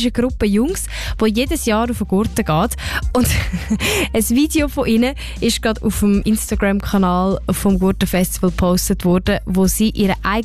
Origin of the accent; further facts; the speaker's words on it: Lucerne, Switzerland; Ich sage es ungern als Luzernerin